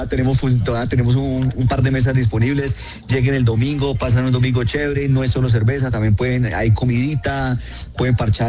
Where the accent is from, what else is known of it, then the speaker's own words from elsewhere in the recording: Colombia; porque somos chismosos y somos necios los colombianos